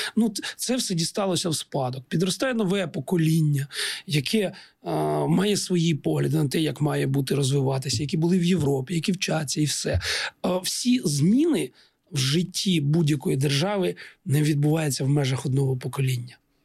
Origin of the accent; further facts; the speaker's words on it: Eastern Ukraine, Ukraine; я східняк.